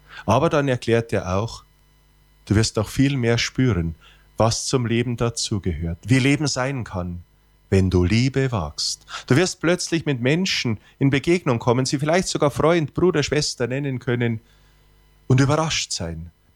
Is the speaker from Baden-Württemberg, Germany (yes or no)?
no; Bavaria, Germany; now in Feichten an der Alz, Germany; Als Bub am Dorf wurde mir diese Frage immer wieder gestellt. Und in Niederbayern daheim